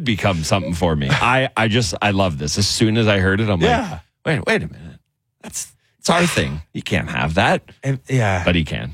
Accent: Canada; I'm a pretty proud Canadian.

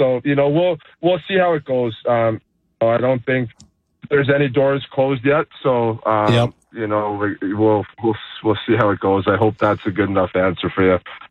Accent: Canada; now in Calgary, Canada; growing up as a Canadian kid

